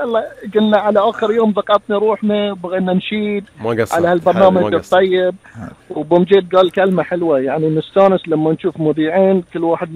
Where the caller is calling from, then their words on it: Bahrain; رافعين راسنا احنا كبحرينيين